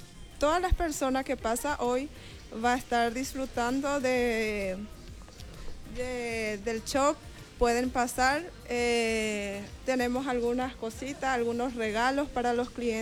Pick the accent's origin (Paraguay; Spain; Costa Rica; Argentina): Paraguay